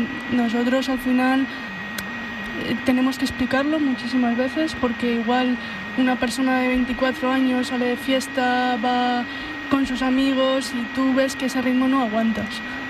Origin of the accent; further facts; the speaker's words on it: Basque Country, Spain; como soy del País Vasco